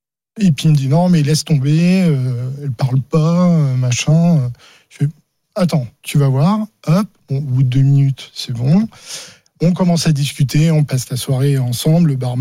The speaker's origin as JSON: {"language": "French", "town": "Charleville-Mézières", "region": "Grand Est", "country": "France", "tie": "born or raised there", "said": "je suis originaire de Charleville-Mézières."}